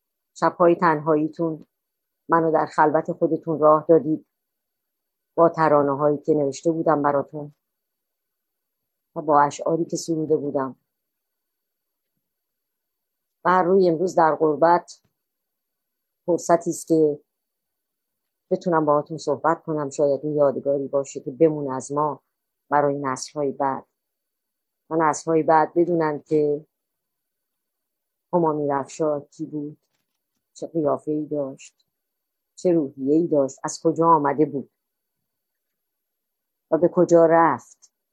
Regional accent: Sarcheshmeh, Iran; born there; moved away; من در ایران در سرچشمه به دنیا آمدم.

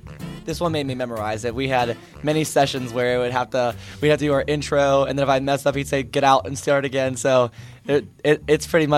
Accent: Pittsburgh, Pennsylvania, United States; Yeah, I'm from Troy Hill.

